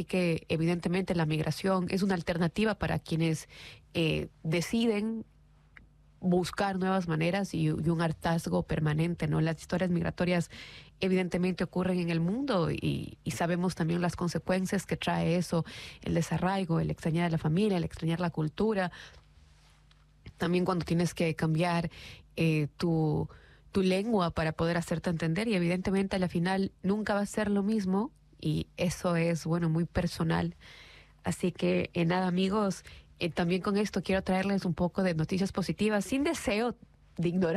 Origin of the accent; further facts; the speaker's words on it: Ecuador; now in Hamilton, New Zealand; esto sí lo dejo en español porque obviamente es la lengua que nos conecta como ecuatorianos en el momento.